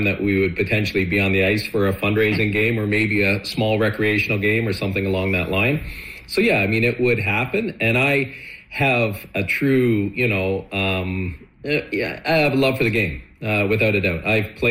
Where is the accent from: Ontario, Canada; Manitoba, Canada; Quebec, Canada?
Ontario, Canada; Oshawa; now in Kelowna, Canada; I grew up playing hockey. Yes, I did. I grew up in Oshawa, Ontario, Canada.